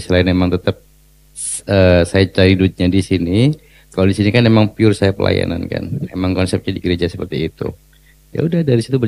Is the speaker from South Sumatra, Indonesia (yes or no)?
no; Malang, East Java, Indonesia; Kan emang kan saya dari Malang, emang saya waktu itu kebetulan kita waktu itu habis menang.